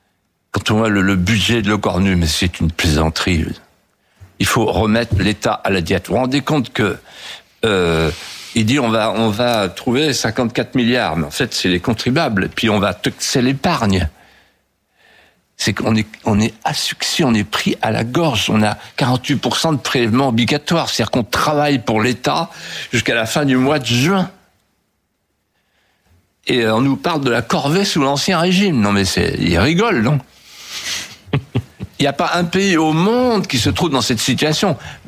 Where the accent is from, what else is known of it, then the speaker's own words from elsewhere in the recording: France; Je suis français, j'ai envie de rester français, j'ai envie qu'on me parle de la France